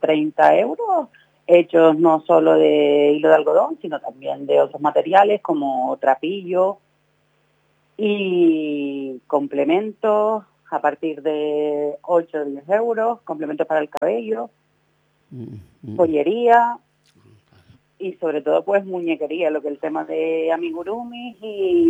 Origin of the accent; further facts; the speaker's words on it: Arucas, Canary Islands, Spain; Vale, yo soy del municipio de Aruca. Uh-huh. Estoy cerquita de Terol.